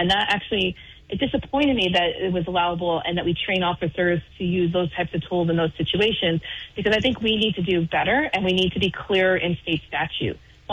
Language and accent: English; Barrie, Ontario, Canada; born or raised there